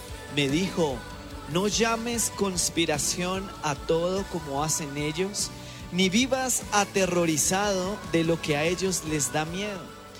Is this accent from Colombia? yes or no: yes; Colombia; por Colombia, por esta nación en la cual estamos, en la cual crecimos.